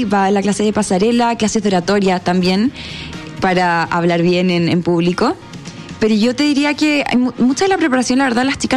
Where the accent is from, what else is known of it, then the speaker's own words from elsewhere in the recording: Viña del Mar, Valparaíso, Chile; moved away as an adult; now in Santiago, Chile; Yo soy de Viña, pero me vine acá a estudiar en la universidad hace varios años y estoy viviendo aquí.